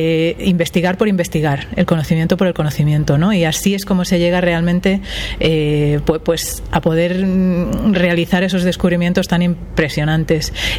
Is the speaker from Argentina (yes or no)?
no; Spain; tenemos los españoles